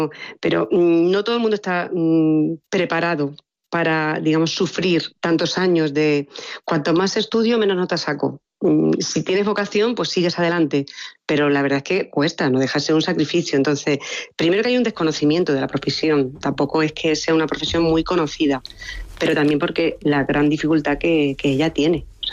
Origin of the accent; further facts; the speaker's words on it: Málaga, Andalusia, Spain; moved away as an adult; also born or lived in Granada; now in Madrid, Spain; yo soy andaluza, soy granaína, pero criada en Málaga y estudio en Madrid.